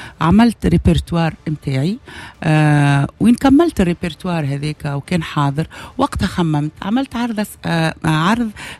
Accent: Tunisia; born there; أنا أصلي كفية صحيح مولودة في تونس مي أصلي كفية

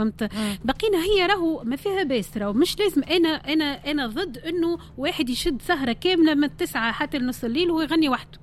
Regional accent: Tunisia

